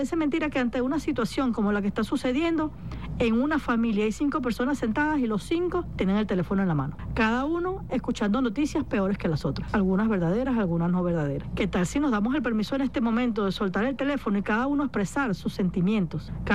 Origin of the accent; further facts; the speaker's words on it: Venezuela; Nosotros no estamos acostumbrados como venezolanos a este tipo de situaciones.